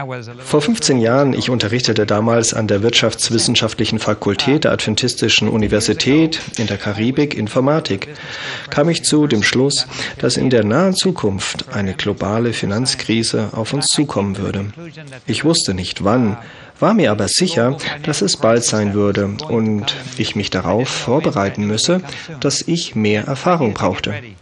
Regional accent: Bolivia; German is a second language; also born or lived in United States; Nun, wir sind beide in den USA geboren, sind aber in Bolivien aufgewachsen.

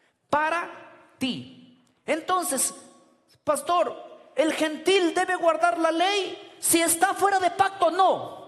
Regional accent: Peru; yo quiero vivir con las leyes de mi país, con las leyes de Perú, viviendo ¿dónde? En Estados Unidos.

